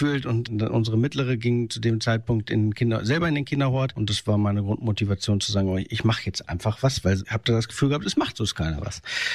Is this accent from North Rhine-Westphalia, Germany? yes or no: no; Lower Saxony, Germany; moved away as an adult; now in Ellierode near Bad Gandersheim, Germany; Ich komme ursprünglich aus Lödingsen bei Adelipsen und wohne jetzt in Elgerode bei